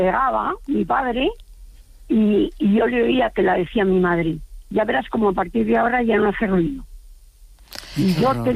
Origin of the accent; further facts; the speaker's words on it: Burgos, Castile and León, Spain; born there; Pues es que yo nací en Burgos y mi padre no me conoció hasta los 8 días de haber nacido.